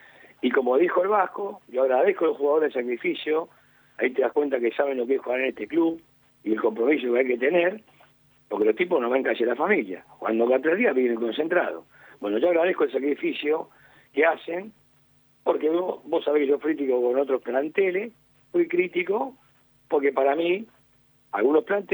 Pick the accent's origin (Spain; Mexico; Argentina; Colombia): Argentina; Buenos Aires; Yo soy acá de Saavedra